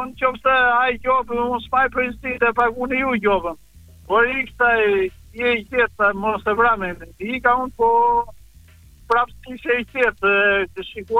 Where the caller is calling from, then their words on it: Elbasan, Elbasan County, Albania; Jam një shofer nga Elbasani.